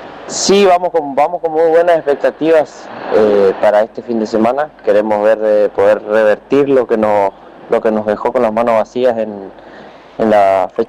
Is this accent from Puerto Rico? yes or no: yes; Puerto Rico; ya que nos toca la fecha acá en Puerto Rico, que nosotros somos de Capiobí, así que somos prácticamente locales.